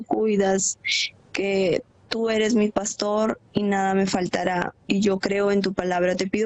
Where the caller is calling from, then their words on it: Peru; hablo desde Perú.